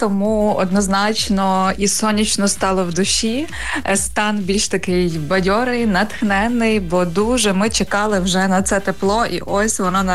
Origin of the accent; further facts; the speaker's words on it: Novoiavorivsk, Lviv Oblast, Ukraine; Я з Новояворівська, так само, як і він, родом з Новояворівська.